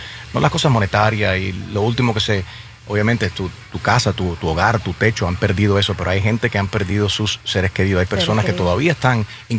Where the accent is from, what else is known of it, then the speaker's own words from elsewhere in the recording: Cuba; madre también viendo estas imágenes y todo lo que está pasando con nuestros hermanos venezolanos, siendo cubana.